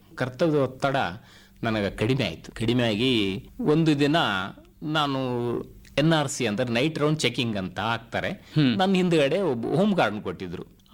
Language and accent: Kannada; Jegarkal, Karnataka, India; also born or lived in Shivapura, Vadagera taluk, Yadgir district; ನಾನು 4 ವರ್ಷದವನಿದ್ದಾಗ ತಾಯಿ ತವರ ಮನೆ ಎಣ್ಣಜ್ಜ ತೊಗೊಂಬಂದು ಇಟ್ಕೊಂಡು ನನಗೆ ಇಲ್ಲೇ ಜಿಗರ್ಕಲ್ ಗ್ರಾಮದಲ್ಲೇ ಸ್ಕೂಲ್ಗೆ ಹೆಸರಚ್ಚಿ